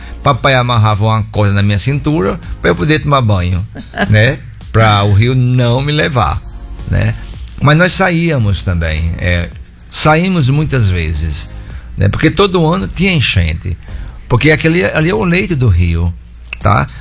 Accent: Mossoró, Rio Grande do Norte, Brazil; Eu nasci em 56, em Mossoró. Eles tinham acabado pouco tempo de chegar em Mossoró.

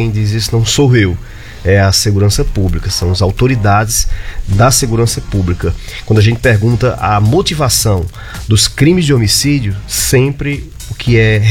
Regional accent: Mossoró, Rio Grande do Norte, Brazil; Eu fui criado em Mossoró, nasci em Mossoró e sou mossoroense.

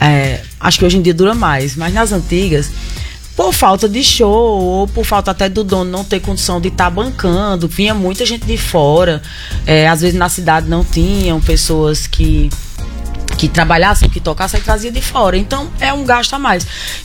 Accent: Paraíba, Brazil; also born or lived in Rio de Janeiro / Minas Gerais; now in Mossoró, Brazil; nasci no Rio, passei 4 anos no Rio, depois fui morar 1 ano em Minas Gerais e de lá eu fui pra Itaperuá, Paraíba, que foi aonde eu realmente falo que eu me criei. Eu sou carioca, nascida, mas eu me criei mesmo assim, tudo na Paraíba, né? Então me considero nordestina, me considero paraibana

